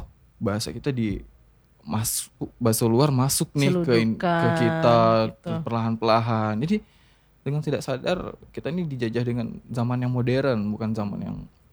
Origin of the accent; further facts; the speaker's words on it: Bengkulu, Indonesia; kita orang Bengkulu, tapi di Bengkulu masih banyak dialek-dialek bahasa